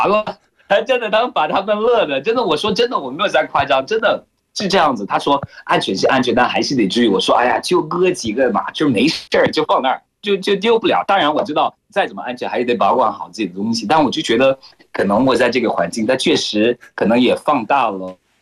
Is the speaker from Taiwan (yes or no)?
no; Cameroon; Chinese is a second language; 我来自喀麦隆的